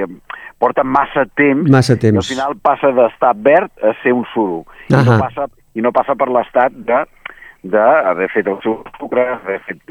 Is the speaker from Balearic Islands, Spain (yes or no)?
no; Catalonia, Spain; nosaltres som de la Catalunya Vella, que en diem